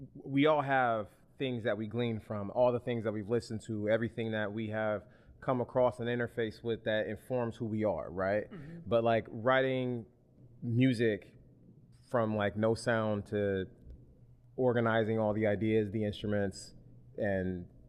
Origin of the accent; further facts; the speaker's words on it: Sacramento, California, United States; I'm a composer from Sacramento, California, born and raised.